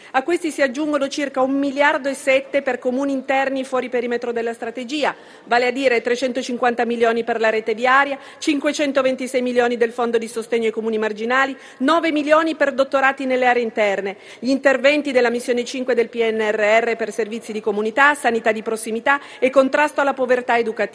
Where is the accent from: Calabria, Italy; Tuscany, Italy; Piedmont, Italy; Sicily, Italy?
Piedmont, Italy; Cuneo; E lo dico da piemontese, da cuneese, questa legge raccoglie e porta a livello nazionale lo spirito della legge Carlotto, la legge regionale del Piemonte